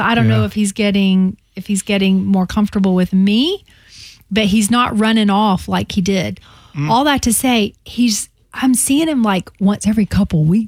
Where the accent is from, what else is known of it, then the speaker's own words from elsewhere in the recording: the South, United States; I was raised in the South.